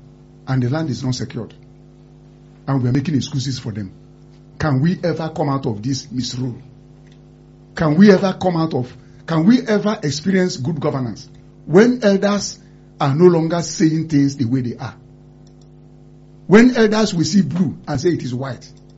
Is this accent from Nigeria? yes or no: yes; Nigeria; I love Nigeria, Tolu. I'm a Nigerian.